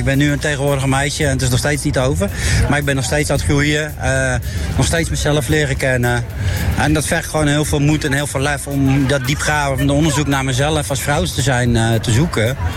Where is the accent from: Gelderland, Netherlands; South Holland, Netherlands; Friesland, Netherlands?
Friesland, Netherlands; ik kom zelf uit Friesland.